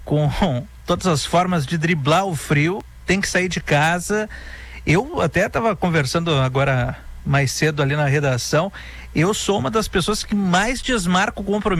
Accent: Rio Grande do Sul, Brazil; now in Porto Alegre, Brazil; E lá na minha cidade, ô Colin, o pior lá no sul do estado, lá em Pelotas e Rio Grande, é exatamente a umidade.

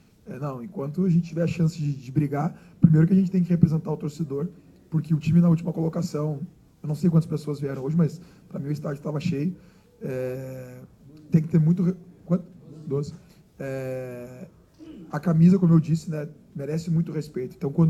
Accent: Southern Brazil, Brazil; sou lá do Sul

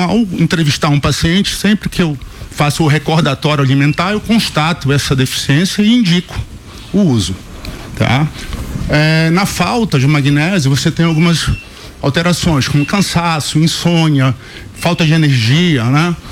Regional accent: Pará, Brazil; eu sou paraense.

